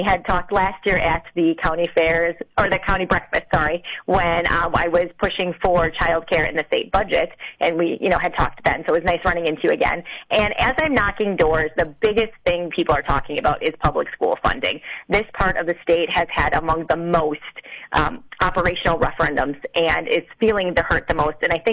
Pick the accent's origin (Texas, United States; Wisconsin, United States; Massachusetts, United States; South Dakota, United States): Wisconsin, United States; Marshall; So my background is I grew up in Marshall. I was the oldest of two children. My dad farmed.